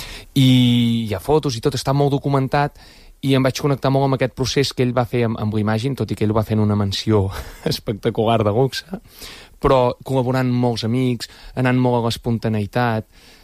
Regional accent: La Torre d'Oristà, Catalonia, Spain; born there; El Lluçanès, sí, el meu poble.

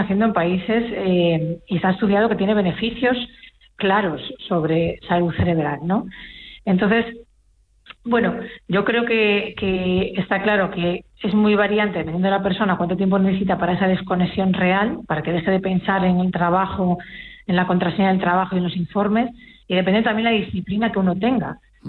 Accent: Galicia, Spain; Los gallegos acuden, como gallega que soy

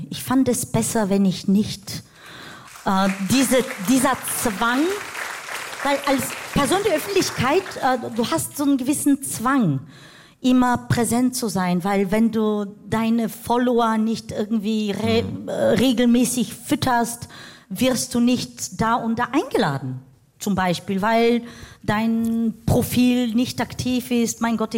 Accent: Bulgaria; moved away; also born or lived in Germany; gab es eine Einladung in mein Heimatland. Und das war eine Überraschung für mich, weil die Vorbereitungen fanden ohne mich statt. Und wir waren 3 Tage da. Aber letztendlich bin ich vor 10 Jahren zurückgekehrt.

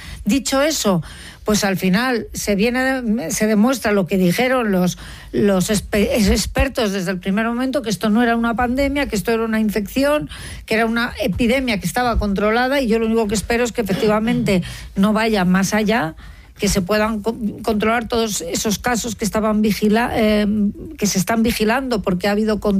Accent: Madrid, Community of Madrid, Spain; born there; Ahí nací yo, en el Gómez Ulla.

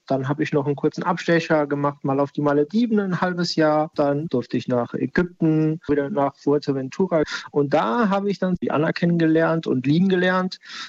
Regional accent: Rhineland-Palatinate, Germany; accent: Westerwald dialect; moved away as an adult; Ich bin selbst hier groß geworden auf dem Bauernhof, noch bei meinen Großeltern auch.

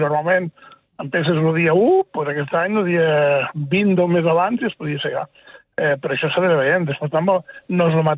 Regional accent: Catalonia, Spain; jo soc de l'Illa, el Pla d'Urgell

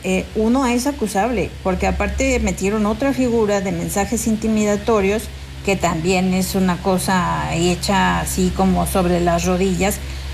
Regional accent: San Luis Potosí, Mexico

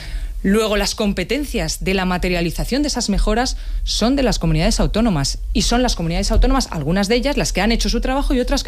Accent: Community of Madrid, Spain; cosa que a mí me interpela en primer orden como ministra y como madrileña

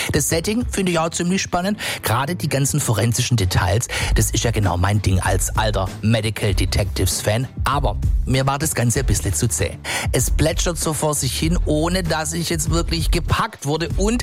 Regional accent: Baden-Württemberg, Germany; Ja, ich weiß, als Schwabe bricht man keine Bücher ab, man hat schließlich ja Geld dafür ausgeben.

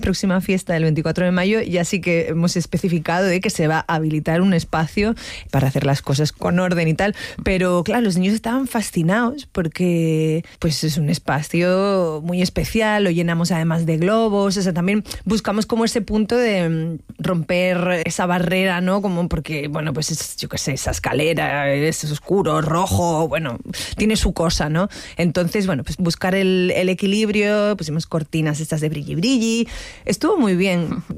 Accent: Canary Islands, Spain; yo soy canaria

